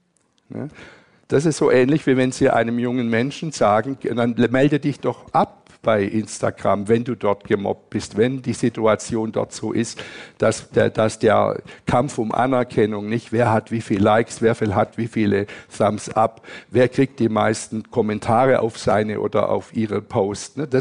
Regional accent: Berlin, Germany; und ich komme aus Berlin, ich arbeite dort

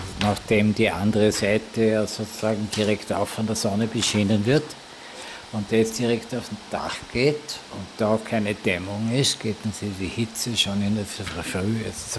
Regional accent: Vorarlberg, Austria; born there; Ich bin ja gebürtiger Schonsauer vom Vorarlberg. Da wäre ich auch gerne wieder zurückgezogen

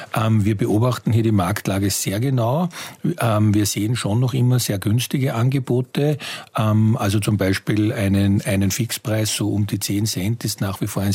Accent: Austria; wir können uns als Österreicher

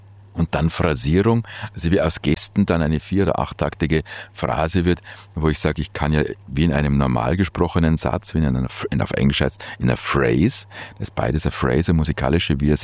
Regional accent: Bavaria, Germany

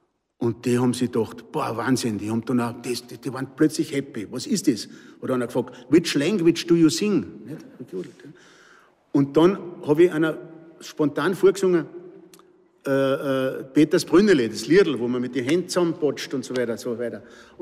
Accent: Salzburg, Austria; accent: Pinzgau dialect; moved away; immer hat mich meine Heimat, meine Pinzgauer Heimat, hat mich allweil ein bisschen begleitet

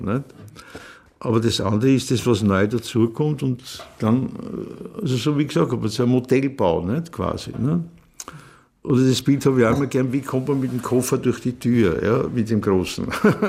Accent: Vienna, Austria; das lernt man halt als Kind in Wien, nicht? Praktisch. Also für mich war das eine interessante Lebenswelt, weil ich habe mich überhaupt nicht arm gefühlt.

